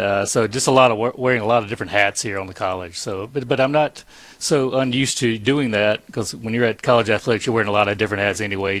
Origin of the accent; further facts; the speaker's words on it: Brookhaven, Mississippi, United States; moved away as an adult; also born or lived in Boerne, Texas; now in Senatobia, United States; So I was raised in Brookhaven, Mississippi, so I'm from the South, right?